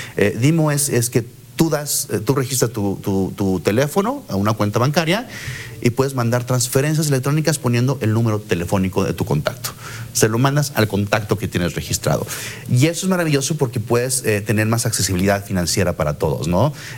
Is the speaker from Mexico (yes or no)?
yes; Mexico; De los países más altos que tenemos smartphones somos los mexicanos.